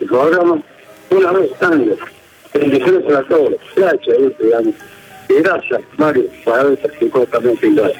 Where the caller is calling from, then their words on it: Ecuador; bueno, soy de Ecuador.